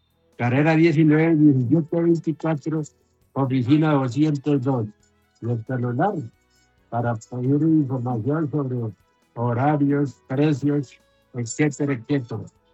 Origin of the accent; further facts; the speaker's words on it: Casanare, Colombia; en mi tierra, en el llano casanareño, Támara Casanare, Monterrey Casanare